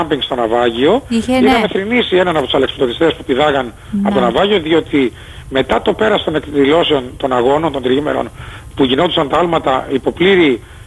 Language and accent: Greek; Zakynthos, Ionian Islands, Greece; εγώ σαν Ζακυνθινός πολίτης